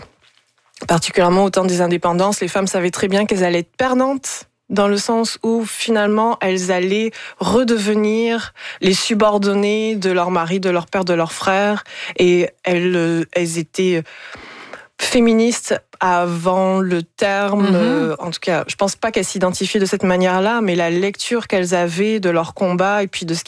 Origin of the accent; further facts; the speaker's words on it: Gabon; Moi, j'ai grandi au Gabon.